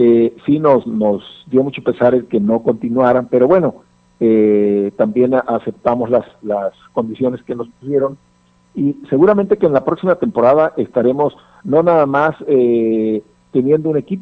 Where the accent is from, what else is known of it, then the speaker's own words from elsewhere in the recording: Nayarit, Mexico; yo soy de aquí de Nayarit.